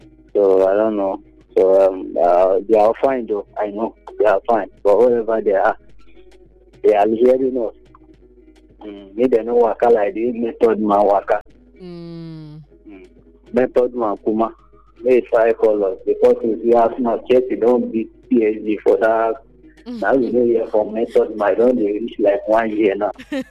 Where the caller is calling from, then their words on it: Ajegunle, Lagos, Nigeria; Reporting from Ajegunle.